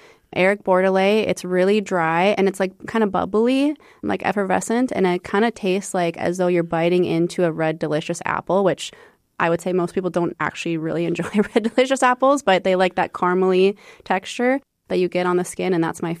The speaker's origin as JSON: {"language": "English", "region": "Washington", "country": "United States", "moved": "as an adult", "lives_now": "Fargo, United States", "said": "and we came from Washington State, and we saw a gap in the industry that what Fargo had to offer."}